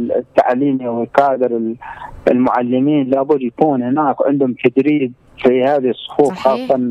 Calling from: Hadhramaut, Yemen; من حضرموت.

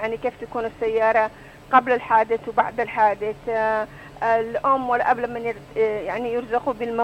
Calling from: Aden, Yemen

